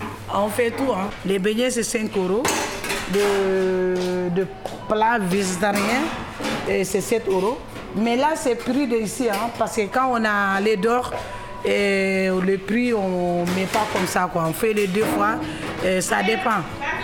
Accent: Senegal; je viens du Sénégal.

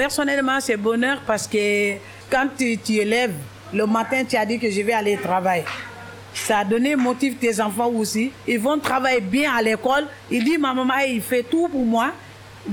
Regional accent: Senegal; now in France; je viens du Sénégal.

